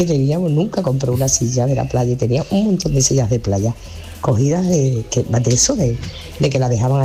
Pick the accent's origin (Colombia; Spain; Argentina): Spain; Huelva, Andalusia; Hola, buenos días … de Huelva.